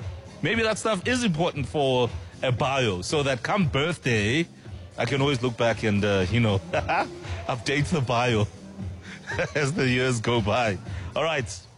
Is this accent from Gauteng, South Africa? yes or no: yes; Soweto, Gauteng, South Africa; born there; the day and year I was born in Dube, Soweto